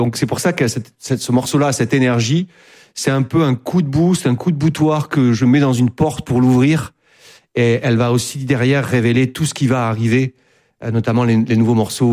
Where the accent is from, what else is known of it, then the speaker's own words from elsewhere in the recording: Landes, Nouvelle-Aquitaine, France; moved away; also born or lived in Paris; là où j'ai grandi, de cette région que j'aime infiniment